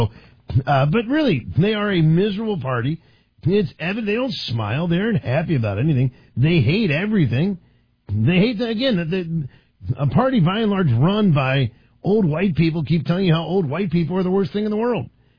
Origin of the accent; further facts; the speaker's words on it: Washington, District of Columbia, United States; growing up in Washington, D.C., I saw a few people try their best to do a little bit of Indy driving.